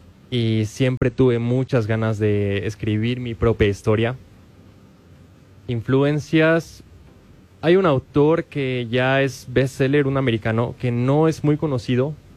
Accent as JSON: {"language": "Spanish", "region": "Puebla", "country": "Mexico", "said": "Así que yo soy de Puebla"}